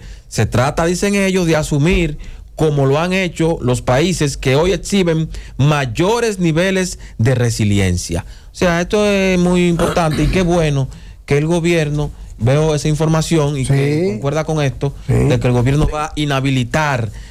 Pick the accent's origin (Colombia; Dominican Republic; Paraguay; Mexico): Dominican Republic